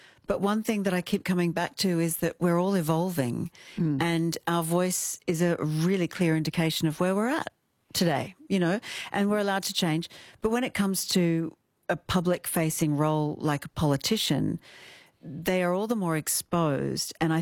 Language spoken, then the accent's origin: English; Kalgoorlie, Western Australia, Australia; Look, I'm from Kalgoorlie. I get to call it, you know.